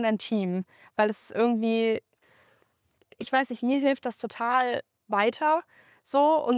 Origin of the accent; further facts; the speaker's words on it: Bonn, North Rhine-Westphalia, Germany; ich bin 21 und ich komme aus Bonn.